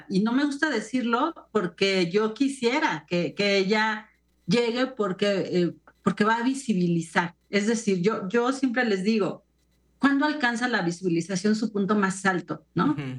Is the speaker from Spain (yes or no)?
no; Mexico; No tiene los índices homofóbicos de Brasil o de México, que somos los países de América Latina con este índice más alto